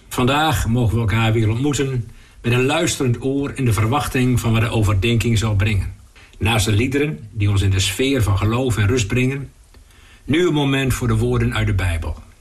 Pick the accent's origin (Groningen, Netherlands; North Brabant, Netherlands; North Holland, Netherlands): Groningen, Netherlands; In het dorp waar ik opgroeide, aan de Dollard in het Oldambt